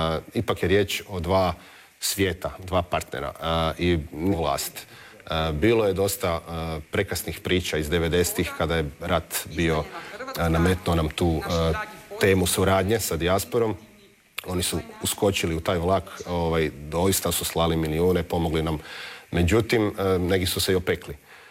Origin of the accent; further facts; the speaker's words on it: Zagreb, City of Zagreb, Croatia; born there; Pa ponavljam, ja sam rođen u Zagrebu